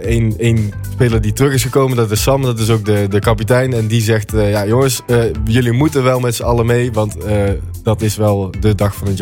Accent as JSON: {"language": "Dutch", "region": "North Brabant", "country": "Netherlands", "said": "Jullie kunnen het aan mijn accent al horen. Ik kom uit het zuiden, maar ik ben absoluut geen Limburger. Ik kom eigenlijk uit Brabant, dus dan moet je even onthouden."}